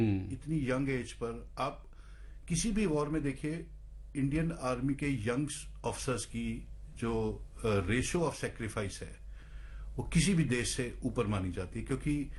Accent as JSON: {"language": "Hindi", "town": "Rohtak", "region": "Haryana", "country": "India", "tie": "born or raised there", "said": "मैं रोहतक का रहने वाला हूँ"}